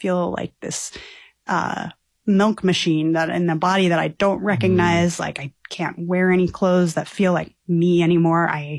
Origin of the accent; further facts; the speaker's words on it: Colorado, United States; I hail from Colorado originally